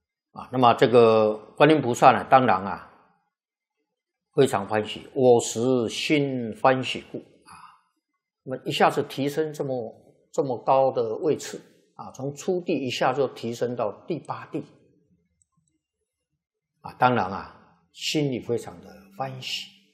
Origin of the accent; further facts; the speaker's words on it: Taiwan; 你看那个澳洲呢，跟我们台湾人口差不多啊